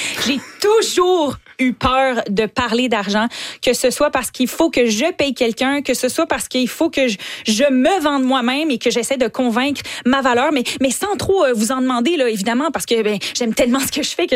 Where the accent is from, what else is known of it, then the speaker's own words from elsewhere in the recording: Quebec, Canada; Tu sais, je suis québécoise, j'ai grandi en écoutant les Canadiens de Montréal à la télé petite avec mon papa.